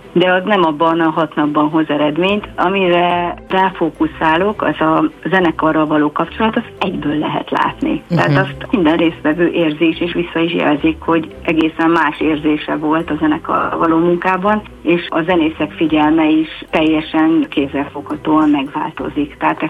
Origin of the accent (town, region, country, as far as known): Hungary; first language Hungarian